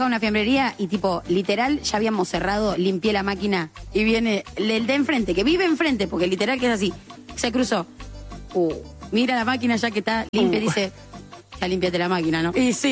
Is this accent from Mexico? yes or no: no; San Martín, Buenos Aires Province, Argentina; Yo soy de San Martín.